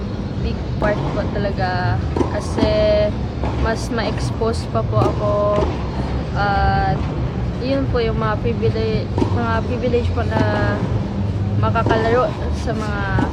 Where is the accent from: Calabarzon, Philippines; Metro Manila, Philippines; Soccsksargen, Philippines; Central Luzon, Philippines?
Soccsksargen, Philippines; Mlang; since nung bata pa po ako sa province ko po, Mlang, North Cotabato and Cotabato province po.